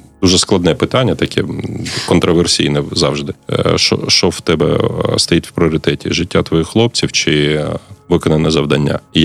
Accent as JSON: {"language": "Ukrainian", "town": "Konotop", "region": "Sumy Oblast", "country": "Ukraine", "said": "Я взагалі-то з Конотопу, Сумська область."}